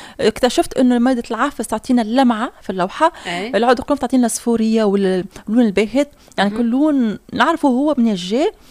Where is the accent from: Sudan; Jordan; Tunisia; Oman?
Tunisia; Manouba; نقول احنا وليت منوبه ومنوبه ودلي صنهاجه.